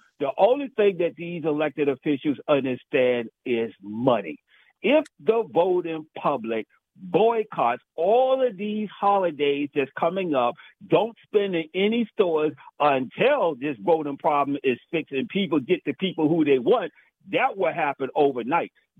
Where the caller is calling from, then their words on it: Washington, District of Columbia, United States